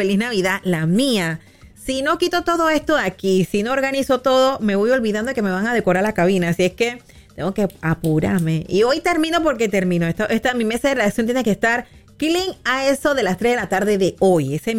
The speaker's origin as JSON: {"language": "Spanish", "country": "Panama", "said": "yo digo que somos panameños todos los días y todos los días hacemos patria"}